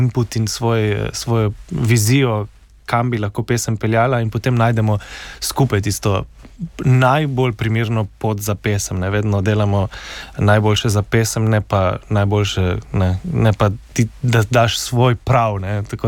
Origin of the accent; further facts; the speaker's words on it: Slovenian Littoral, Slovenia; Primorci smo mogoče vedno bili v nekem takem našem balončku, mehurčku